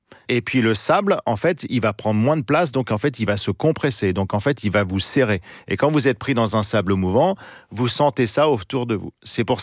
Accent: Normandy, France

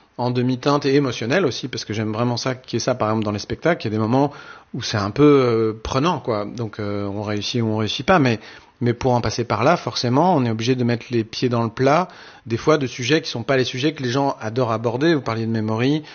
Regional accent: Normandy, France; Après, comme moi, je suis normand, je suis un peu ignifugé, par exemple, contre les ambiances de pluie.

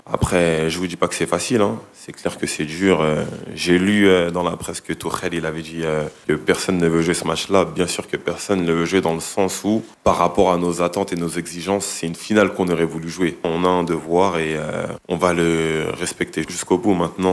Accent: France; je pense qu'on a un devoir en tant que Français, en tant que joueur de l'équipe de France.

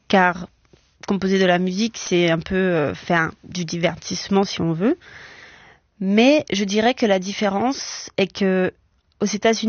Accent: Guadeloupe, France; now in United States; Alors qu'en France, quand j'ai grandi en Guadeloupe, je n'avais pas accès au conservatoire, par exemple.

